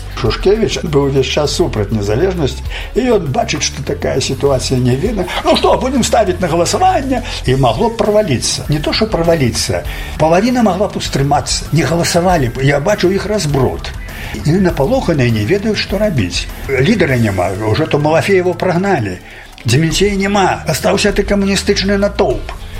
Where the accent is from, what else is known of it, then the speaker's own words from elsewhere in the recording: Belarus; Звертаюсь до коммунистов, что мы белорусы, мы такие самые.